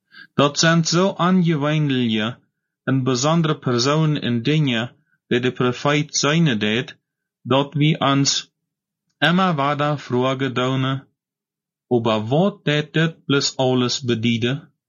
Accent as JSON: {"language": "German", "country": "Paraguay", "moved": "yes", "said": "Und wenn ich von dort weiter will, was in meiner Heimat in Paraguay oder in Deutschland für sich gehen wird, dann hier ich einfach die Nachrichten in der deutschen Wahl."}